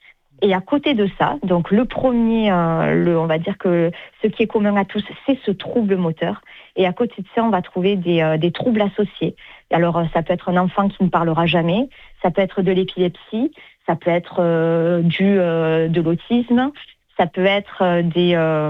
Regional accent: Sète, Occitanie, France; now in Toulouse, France; moi, je suis originaire de Sète. J'habite à Toulouse aujourd'hui, voilà. Mais je suis originaire de Sète. Mon accent me trompera toute ma vie.

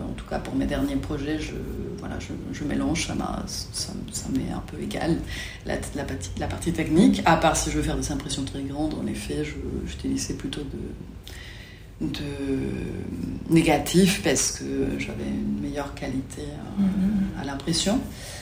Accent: Ensenada, Baja California, Mexico; born or raised there; also born or lived in Mexico City

